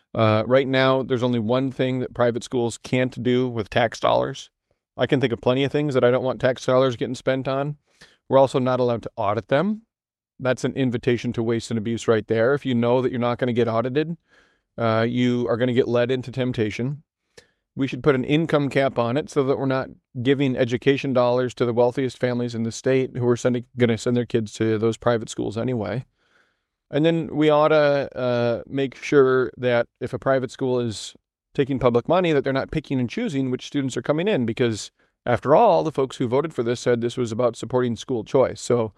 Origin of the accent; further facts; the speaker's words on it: Decorah, Iowa, United States; You know, when I was growing up in Decorah, we were always at the top, and now we're in the bottom half. We're literally losing to Nebraska. Kind of frustrating as an Iowan.